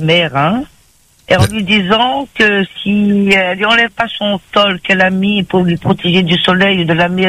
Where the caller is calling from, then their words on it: Réunion; on est réunionnais